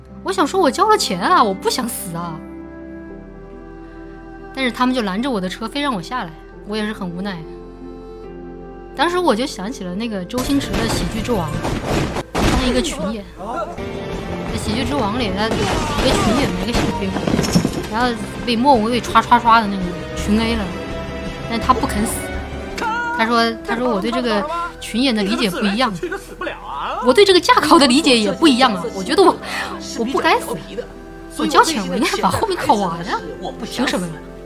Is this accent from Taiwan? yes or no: no; China; 我们中国人嘛，你知道的，就讲究一个来都来了。